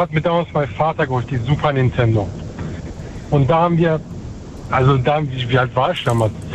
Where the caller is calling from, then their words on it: Schwetzingen, Baden-Württemberg, Germany; also ich komme aus Schwetzing.